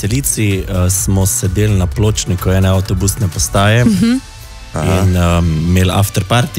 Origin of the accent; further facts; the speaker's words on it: Styria, Slovenia; Mi smo blizu doma, to smo Štajerci, dve vasi